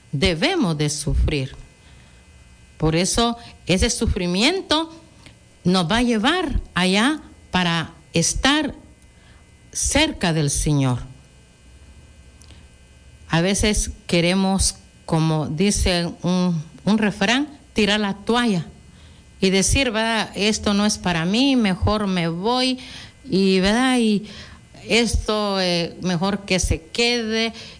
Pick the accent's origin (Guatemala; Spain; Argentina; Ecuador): Guatemala; todos como guatemaltecos debemos de también honrar a nuestra amada patria Guatemala.